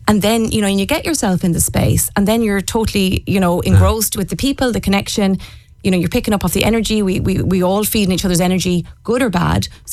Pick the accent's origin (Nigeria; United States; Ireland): Ireland; Bohola, County Mayo